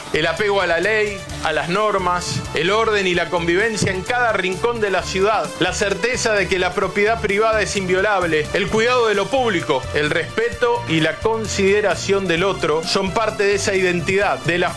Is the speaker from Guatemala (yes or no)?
no; Buenos Aires, Argentina; No estamos dispuestos a negociar ni a perder ese valor esencial que nos define como argentinos, como porteños, como mujeres y hombres de bien.